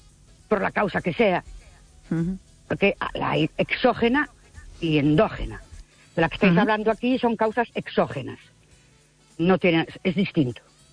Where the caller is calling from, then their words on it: Ourense, Galicia, Spain; Buenas noches … de Orense.